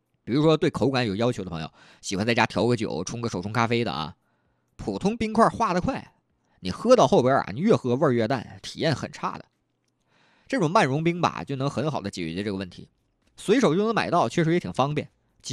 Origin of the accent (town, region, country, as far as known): Northeast China, China; accent: Northeastern